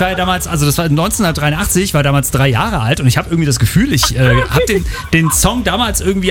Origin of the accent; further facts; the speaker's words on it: East Germany, Germany; Ich komme aus der DDR